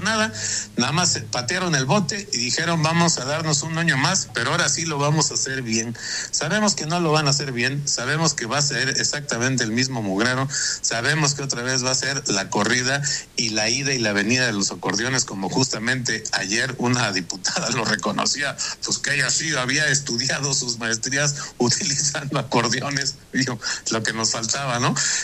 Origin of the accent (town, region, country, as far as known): Mexico